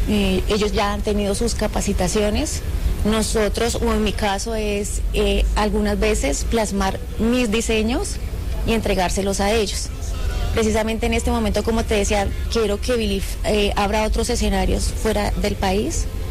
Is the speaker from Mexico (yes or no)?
no; Colombia; para mostrar la verdadera cara de lo que somos los de quiénes somos los colombianos.